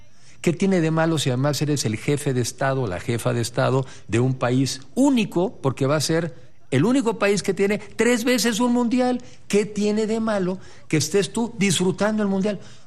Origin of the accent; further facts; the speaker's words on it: Mexico; que nosotros como mexicanos hagamos de esta fiesta una gran fiesta